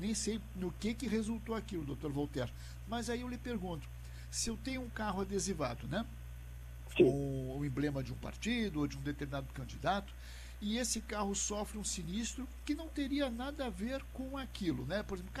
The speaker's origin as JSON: {"language": "Portuguese", "town": "Porto Alegre", "region": "Rio Grande do Sul", "country": "Brazil", "said": "eu sou de Porto Alegre também"}